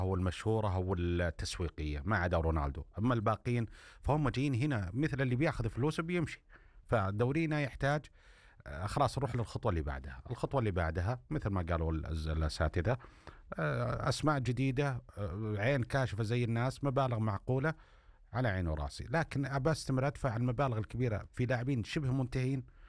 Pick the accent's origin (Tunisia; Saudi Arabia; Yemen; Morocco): Saudi Arabia; أنا كسعودي